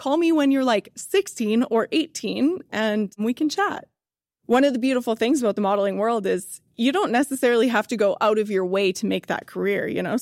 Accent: Coaldale, Alberta, Canada; So I grew up in Coaldale. I went to St. Joseph's School, and then I went to Catholic Central High School, and then eventually to the University of Lethbridge.

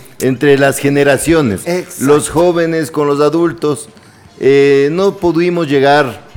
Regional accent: Atuntaqui, Imbabura, Ecuador; soy un ciudadano de Antonio Ante. Sí, he tenido la oportunidad de estar en mi cantón durante mucho tiempo.

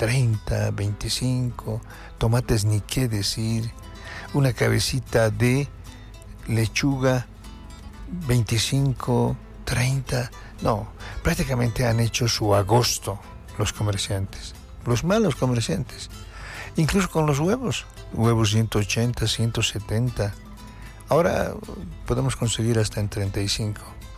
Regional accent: Bolivia; somos bolivianos

